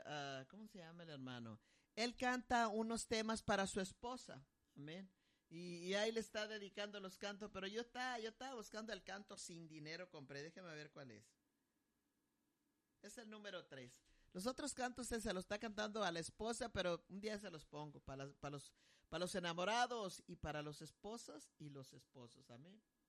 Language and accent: Spanish; Río Bravo, Tamaulipas, Mexico; Yo soy de Río Bravo, pero no de Reynosa.